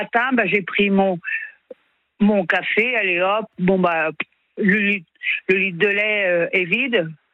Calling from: Nantes, Pays de la Loire, France; moi j'ai 59 et moi j'habite à Nantes.

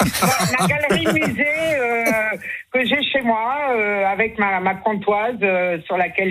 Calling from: Clapiers, Occitanie, France; Clapiers, au-dessus de Montpellier, au nord-est de Montpellier.

